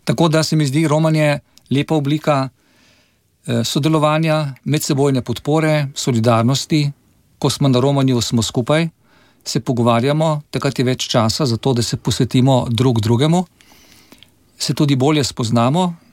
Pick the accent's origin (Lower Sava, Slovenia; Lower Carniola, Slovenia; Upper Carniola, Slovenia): Lower Carniola, Slovenia; glede na to, da sem iz Dolenjske in da veliko vozim ob reki Krki, od … našega mirnopečana in domačina … se tu poigrava, tam pod Gorjanci, kjer sem doma.